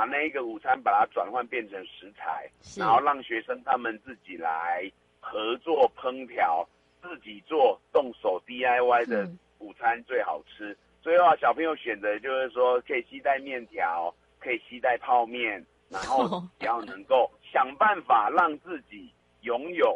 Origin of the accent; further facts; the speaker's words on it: Taiwan; 等于是我们台湾人的日常